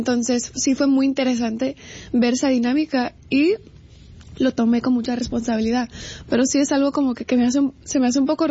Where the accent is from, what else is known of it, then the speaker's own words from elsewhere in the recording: Los Angeles, California, United States; Y aún es más especial porque empiezo en Los Ángeles, que es donde yo nací, es donde yo crecí